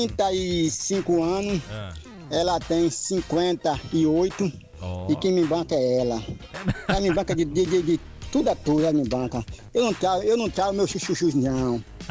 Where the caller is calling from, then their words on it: Brazil; Eu sou de Quaraci